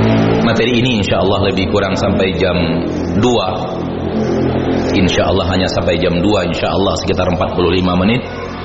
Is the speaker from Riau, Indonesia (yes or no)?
yes; Pekanbaru, Riau, Indonesia; also born or lived in Bukittinggi, West Sumatra; Saya orang Bukit Tinggi, walaupun besar di Pekanbaru.